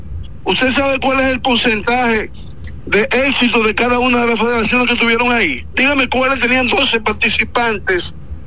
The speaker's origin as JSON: {"language": "Spanish", "country": "Dominican Republic", "said": "todos como buenos dominicanos estuvimos unidos"}